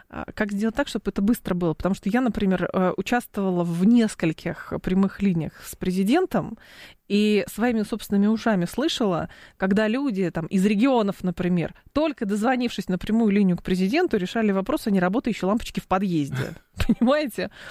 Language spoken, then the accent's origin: Russian; Lyubertsy, Moscow Oblast, Russia; Я же из Люберец.